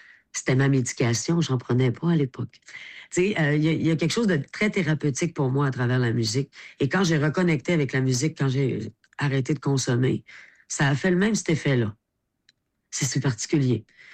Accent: Saguenay, Quebec, Canada; Moi, je viens du Saguenay.

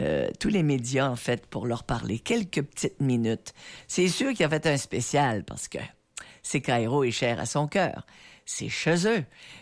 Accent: Tracadie, New Brunswick, Canada; je viens de Tracadie.

